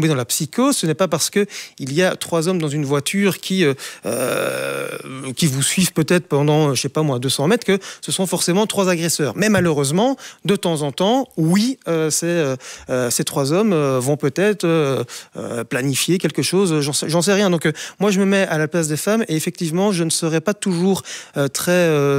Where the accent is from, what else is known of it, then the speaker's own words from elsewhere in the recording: Brussels, Belgium; Moi, je pense que si je suis une Bruxelloise. Il y a clairement des parcs que j'évite du côté de Bruxelles.